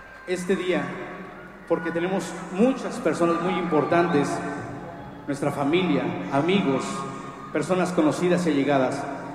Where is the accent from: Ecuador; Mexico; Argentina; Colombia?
Mexico